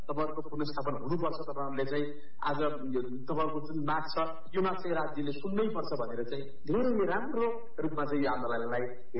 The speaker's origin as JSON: {"language": "Nepali", "town": "Ghorahi", "region": "Lumbini Province", "country": "Nepal", "tie": "born or raised there", "said": "मेरो घर चाहिँ दाङ जिल्ला घोराई नगरपालिका वडा नम्बर 9 खैरा भन्ने ठाउँमा पर्छ।"}